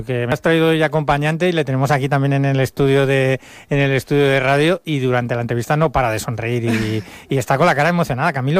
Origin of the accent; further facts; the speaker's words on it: Madrid, Community of Madrid, Spain; Yo soy de Madrid y en Madrid siempre decimos que de Madrid para el cielo